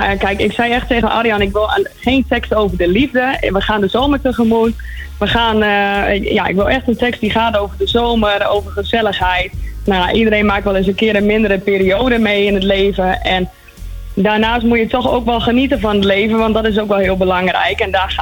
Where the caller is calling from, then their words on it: Roden, Drenthe, Netherlands; Nee hoor, nee, ik kom niet uit Smilda. Ik kom uit Roden.